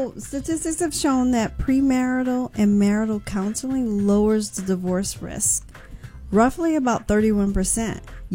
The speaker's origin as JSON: {"language": "English", "town": "New Orleans", "region": "Louisiana", "country": "United States", "tie": "born or raised there", "said": "we're going from New Orleans, Louisiana"}